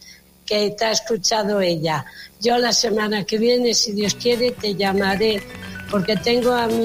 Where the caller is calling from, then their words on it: Cubelles, Catalonia, Spain; de Cubellas.